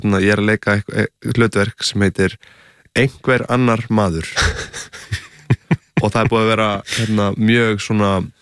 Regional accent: Reykjavík, Capital Region, Iceland; Já, hérna, Sjafnargötu.

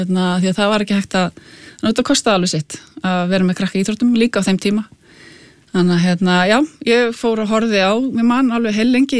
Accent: Hafnarfjörður, Capital Region, Iceland; Já, ég kem úr Hafnarfirði. Ég ólst upp í Klausturgámi og hérna...

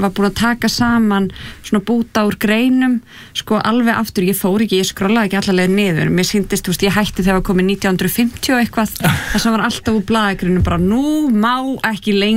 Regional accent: Hafnarfjörður, Capital Region, Iceland; af því við erum hvoru úr Hafnarfirði

